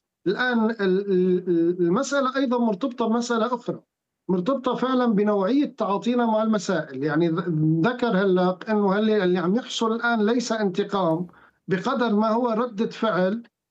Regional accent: Syria; في جزء من ذهنية تفكير الأسد نحن كشعب سوري مسؤولين عنه

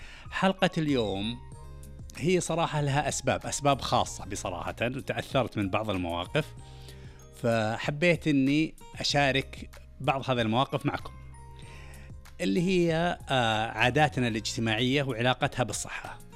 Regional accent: Saudi Arabia; احنا نفخر بعاداتنا كسعوديين محافظين على ديننا وعلى وطننا وعلى قيمنا

